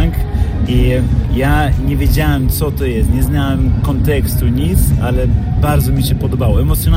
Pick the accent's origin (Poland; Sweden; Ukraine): Sweden; Polish is a second language; Ja wychowałem się, jestem urodzony, wychowany w Szwecji i kuzyni moi wysyłali mi z Polski rzeczy.